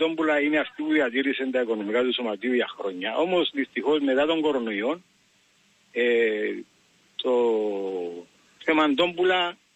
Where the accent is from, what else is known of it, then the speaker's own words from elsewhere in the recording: Salamiou, Paphos District, Cyprus; κατάγομαι από τη Σαλαμιού, εγώ είμαι από τη Σαλαμιού.